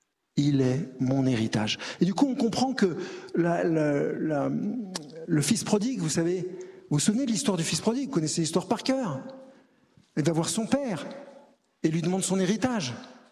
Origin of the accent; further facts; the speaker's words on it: Paris, Île-de-France, France; parce que je suis parisien, mais qui concerne aussi la lumière. Mais parfois, les Parisiens